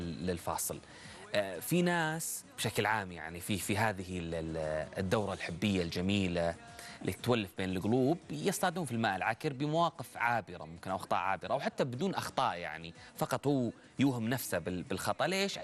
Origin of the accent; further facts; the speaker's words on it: Saudi Arabia; عندنا في المملكة العربية السعودية